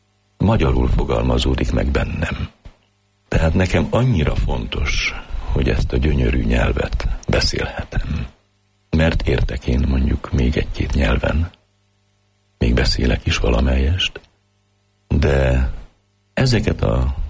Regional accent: Păușa, Bihor, Romania; Bihar megyében Poklostelken nevelkedtem. Földművelő paraszt emberek gyermeke vagyok. Nagyon szép gyerekkorom volt. Nagy szüleim imádtak. Én is őket. Sokat voltam náluk. Egy poros kisfalu az. Akkor még teljesen magyar falu volt. Nem is tudott ott más nyelven senki.

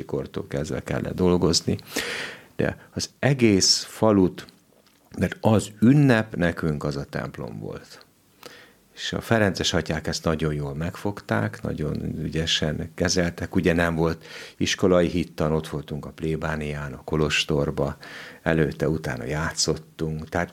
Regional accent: Kaplony, Satu Mare County, Romania; now in Kőszeg, Hungary; jó helyen születtem, jó faluba, jó családba születtem. Ez egy Kaplony nevű község, ahol ferences atyák voltak, hála Istennek újra vannak. Egy sváb falu, ahol a régi rendszerbe, hát én 71-ben születtem

